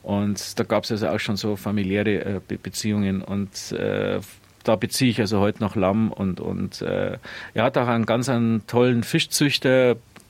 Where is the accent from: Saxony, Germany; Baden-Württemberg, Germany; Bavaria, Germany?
Bavaria, Germany; Also Real ist ein Pfifferling, wie man bei uns in Bayern sagt.